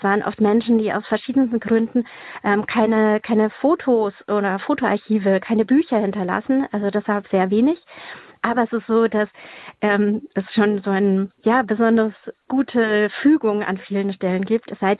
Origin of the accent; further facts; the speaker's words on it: Bavaria, Germany; ich bin ja aus Bayern, mein Uropa war eben KZ Dachau